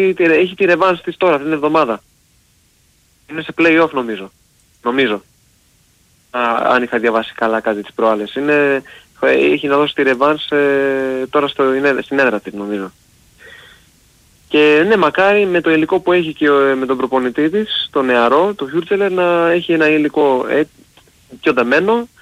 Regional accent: Thessaloniki, Central Macedonia, Greece; Κατά την παρέα του Sport FM είναι γνωστός … από Σαλόνικα, αλλά λόγω διακοπών είμαι βάσιμος στα Χανιά.

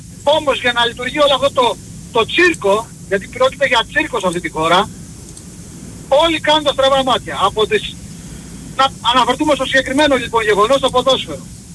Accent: Chania, Crete, Greece; είμαι από Χανιά.

